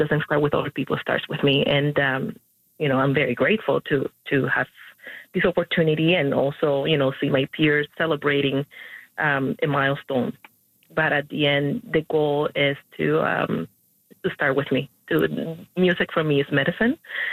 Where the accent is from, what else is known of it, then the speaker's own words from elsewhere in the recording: Cuba; now in Canada; for the longest time I was like, I'm not Cuban enough because I left too many years ago from Cuba. I'm not Canadian enough because I didn't, you know, I was not born here